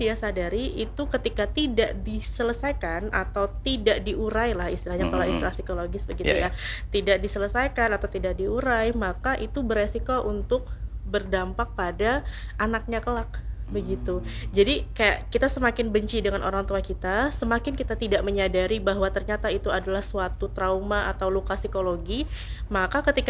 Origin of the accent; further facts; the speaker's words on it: South Kalimantan, Indonesia; ibaratnya kalau kita orang Banjar ngomongnya gitu ya